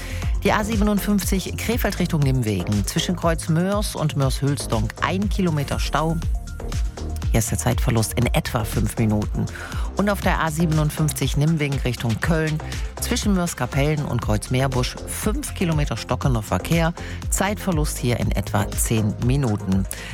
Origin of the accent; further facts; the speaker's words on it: Netherlands; now in Germany; Da habe ich als Niederländerin natürlich noch ein bisschen was anderes mit zu tun.